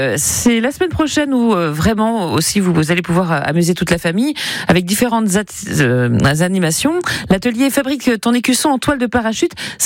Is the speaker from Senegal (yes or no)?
no; Normandy, France; le bon beurre de chez nous, hein, parce que forcément on est normand ou on l'est pas